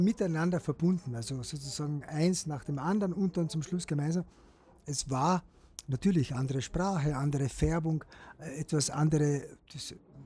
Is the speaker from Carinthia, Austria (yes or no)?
yes; Carinthia, Austria; weil ich bin ja in einer Zeit aufgewachsen in Jauntal, in Boduna, also in der Gegend um Bleiburg, wo das alles andere als entspannt war.